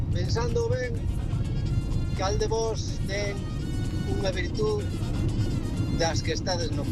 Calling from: Ponteareas, Galicia, Spain; de Pontareas.

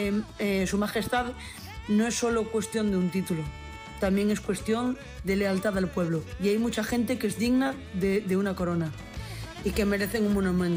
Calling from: Marín, Galicia, Spain; Soy … de Marín.

